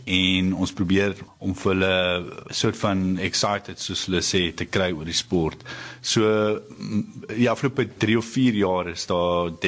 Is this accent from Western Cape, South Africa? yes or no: yes; Cape Town, Western Cape, South Africa; born there; ek is gebore daar in Oranjezig